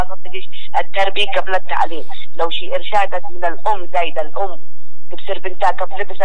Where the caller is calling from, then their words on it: Yemen; ونحن يمنيين.